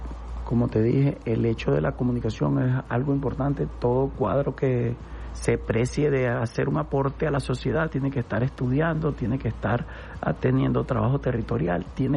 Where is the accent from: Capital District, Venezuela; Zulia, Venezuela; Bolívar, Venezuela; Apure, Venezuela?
Capital District, Venezuela; Caracas